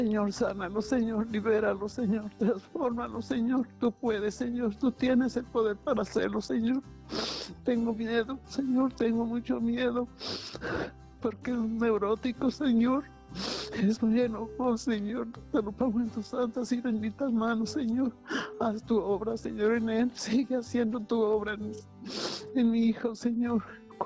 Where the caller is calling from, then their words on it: Guadalajara, Jalisco, Mexico; De Guadalajara